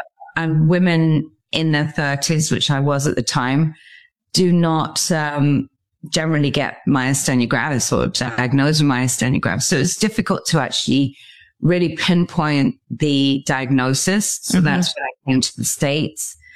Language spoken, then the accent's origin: English; Stratford-upon-Avon, West Midlands, United Kingdom; also born or lived in Mexico; I decided to leave Mexico, go back to England, because I'm obviously from Stratford-upon-Avon in England. You can tell by my accent. And so I decided to go home to England